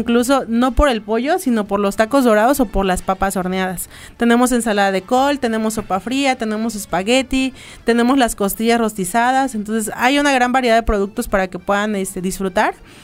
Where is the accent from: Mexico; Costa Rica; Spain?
Mexico